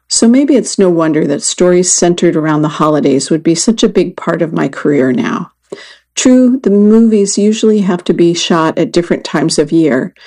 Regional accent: Purvis, Mississippi, United States; I grew up in Purvis, Mississippi, on 20 acres near my mom's parents, Nanny and Papa.

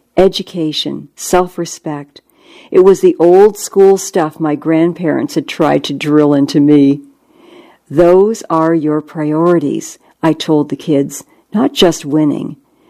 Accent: Compton, California, United States; I grew up in Compton, south of L.A., raised by a single mom with three kids.

